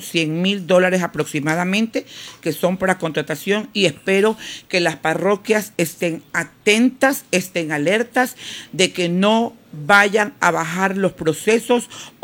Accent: Esmeraldas, Ecuador; caminar tranquila por las calles de Esmeraldas de mi provincia

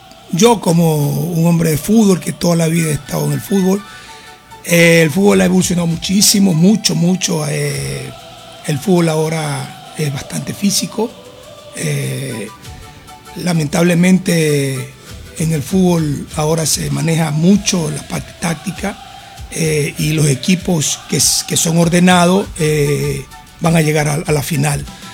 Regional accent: Esmeraldas, Ecuador; moved away as an adult; aquí en la afición de Esmeraldas. Un saludo cordial a toda esa gente de Esmeralda, mi tierra linda.

